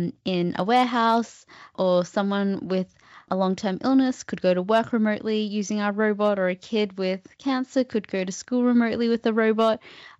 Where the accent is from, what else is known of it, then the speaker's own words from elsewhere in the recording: Cairns, Queensland, Australia; I grew up in Cairns and far north Queensland